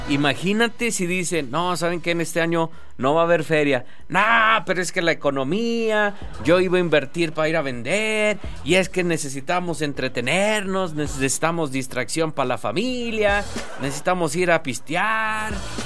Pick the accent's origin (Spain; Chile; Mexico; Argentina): Mexico